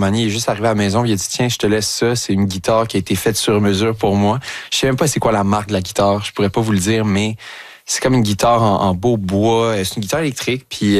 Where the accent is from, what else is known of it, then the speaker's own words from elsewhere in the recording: Longueuil, Quebec, Canada; En fait, moi j'ai grandi dans le Vieux-Longueuil, puis lui aussi habitait là.